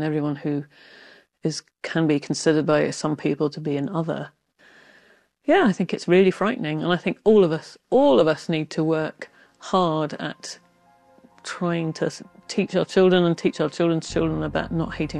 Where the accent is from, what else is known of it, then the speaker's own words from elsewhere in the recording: Canterbury, South East England, United Kingdom; born there; Well, I was born in Canterbury and then I moved